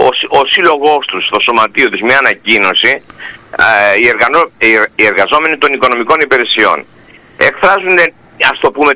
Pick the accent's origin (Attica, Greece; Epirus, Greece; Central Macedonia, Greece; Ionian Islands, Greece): Ionian Islands, Greece; Corfu; εδώ το χωριό μου